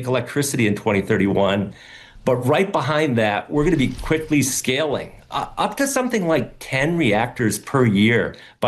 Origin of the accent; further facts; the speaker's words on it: New Hampshire, United States; I grew up in New Hampshire watching the Seabrook Nuclear Power Plant take over 10 years to get built